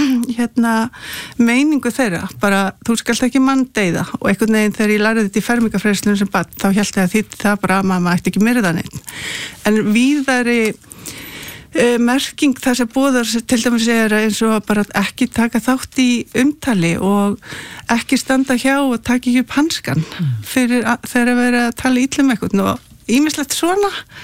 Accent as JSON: {"language": "Icelandic", "town": "Reykjavík", "region": "Capital Region", "country": "Iceland", "tie": "born or raised there", "said": "Ég alinn upp í Reykjavík, en ég kerði með fullan bílanunum upp Laugaveginn."}